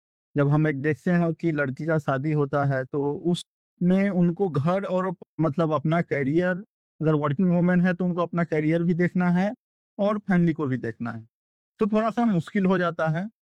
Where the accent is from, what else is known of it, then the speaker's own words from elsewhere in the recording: Mehsi, Bihar, India; moved away as an adult; और बेसिकली मैं बिहार का रहने वाला हूँ, बिहार के मोतिहारी डिस्ट्रिक्ट है, मोतिहारी में मेहसी मेरा गाँव है, वहाँ से मैं रहने वाला हूँ।